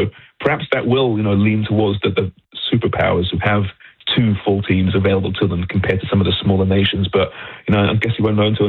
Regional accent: Toronto, Ontario, Canada; I mean, I'm from Toronto here.

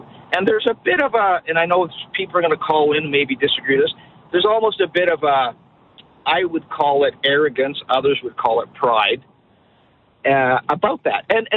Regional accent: Alberta, Canada; also born or lived in Ontario / British Columbia; I grew up here in Alberta, and then since 1980, I've lived in two different states. I've lived in Ontario twice, Ottawa, in a small community, and I was in BC for 19 years, and I've been back in Alberta for 4.

